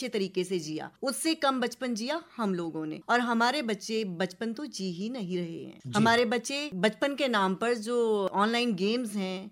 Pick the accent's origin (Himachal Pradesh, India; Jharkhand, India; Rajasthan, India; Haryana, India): Himachal Pradesh, India; Guler; born there; moved away; हमारे गांव गुलेर पे ही एक कविता है।